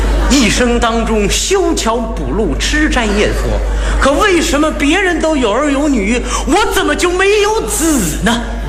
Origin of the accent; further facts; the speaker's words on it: Tangshan, Hebei, China; 唐山的孩子